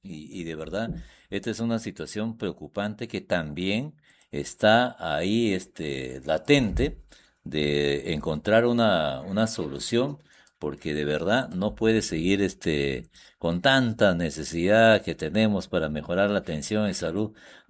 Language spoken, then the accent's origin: Spanish; Buenos Aires, Argentina; moved away; en mi país de Buenos Aires, Argentina